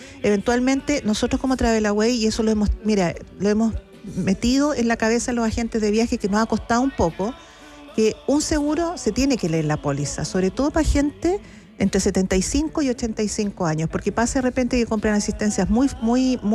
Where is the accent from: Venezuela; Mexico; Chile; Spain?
Chile